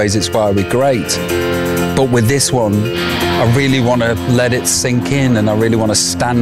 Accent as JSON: {"language": "English", "country": "United Kingdom", "said": "as British people"}